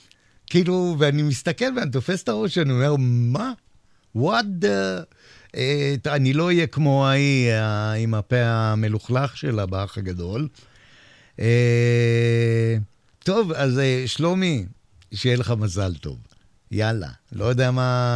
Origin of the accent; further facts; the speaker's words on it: Holon, Tel Aviv District, Israel; moved away as an adult; also born or lived in Bat Yam; הייתי חולוני בת ימי כזה, נולדתי כמובן, גרתי בחולון רוב שנות חיי עד שעברתי לכאן